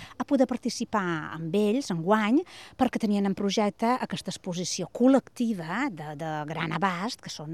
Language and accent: Catalan; Balearic Islands, Spain; som menorquina i som professores a la Universitat de Barcelona